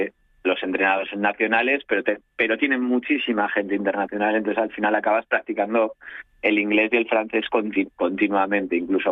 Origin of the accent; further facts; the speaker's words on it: Spain; Los poquitos somos los españoles.